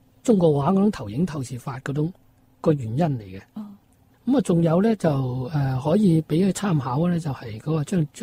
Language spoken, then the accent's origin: Cantonese; Guangzhou, Guangdong, China; born there; moved away